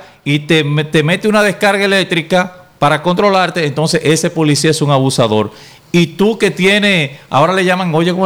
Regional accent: Dominican Republic; Son los dominicanos, somos nosotros.

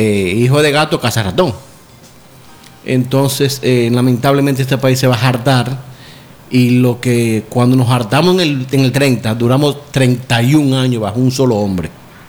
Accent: Dominican Republic; somos nosotros como dominicanos

